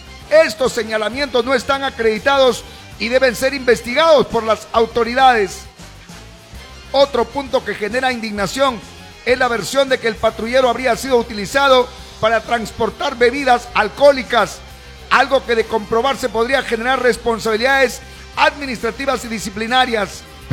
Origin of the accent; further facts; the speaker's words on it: Cajamarca, Peru; Aquí nomás, como dicen allá mis paisanos en mi pueblito, aquisito nomás, en Cajamarca.